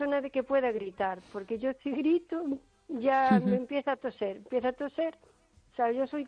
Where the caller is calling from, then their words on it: O Carballiño, Galicia, Spain; de Carballiño.